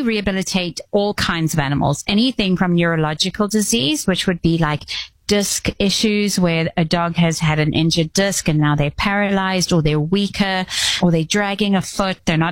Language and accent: English; South Africa; So I'm from the deep south. I'm from South Africa.